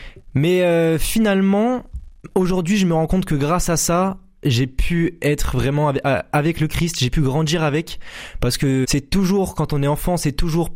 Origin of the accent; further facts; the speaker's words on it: Montpellier, Occitanie, France; born there; now in Lunel, France; Alors moi je suis né à Montpellier.